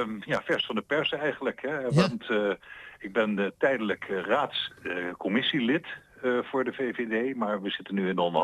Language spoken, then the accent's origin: Dutch; Rotterdam, South Holland, Netherlands; moved away as an adult; also born or lived in Groningen; now in Wapenveld, Netherlands; Ja, ik ben Rotterdammer. Ik zei altijd, ik ben geboren getogen en niet afgetuigd daar. Maar ik heb niets met grote steden.